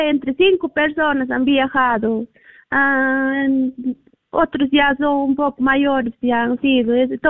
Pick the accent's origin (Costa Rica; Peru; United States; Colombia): Peru; Huánuco; Estoy llamando de acá, de soy natural de Huánuco, 2 de mayo, distrito de Marías.